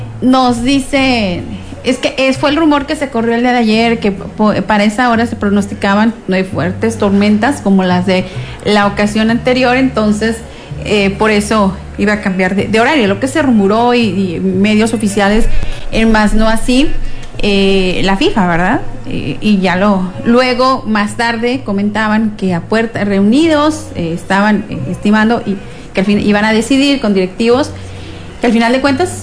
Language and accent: Spanish; Mexico; ¿cómo somos los mexicanos?